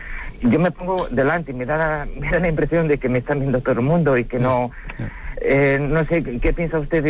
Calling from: Madrid, Community of Madrid, Spain; le llamo desde Madrid.

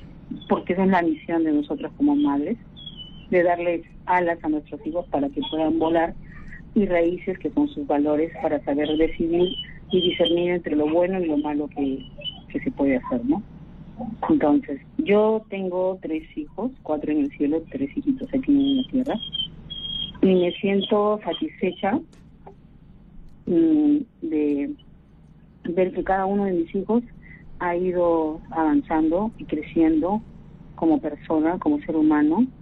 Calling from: Ventanilla, Callao, Peru; de Ventanilla.

